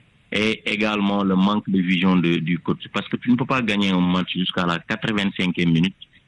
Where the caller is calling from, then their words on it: Sédhiou, Senegal; en tant que Sénégalais